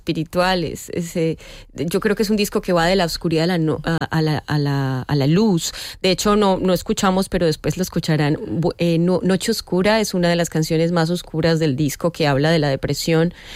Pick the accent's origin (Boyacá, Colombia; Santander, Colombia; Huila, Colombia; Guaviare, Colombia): Santander, Colombia; born there; como a 2 horas del lugar en donde yo nací, hay un asentamiento de gitanos, que es Girón, Santander